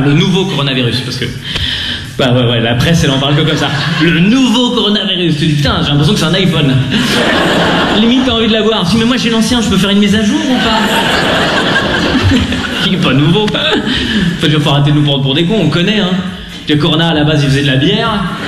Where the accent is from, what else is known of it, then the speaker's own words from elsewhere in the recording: Lausanne, Vaud, Switzerland; Moi je viens de Lausanne, les girons c'est pour les bouseux, donc... À Lausanne, il n'y a pas de giron.